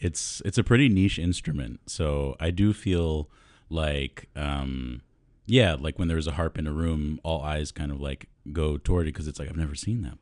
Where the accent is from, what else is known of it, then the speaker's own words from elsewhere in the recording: Virginia, United States; I grew up in Virginia.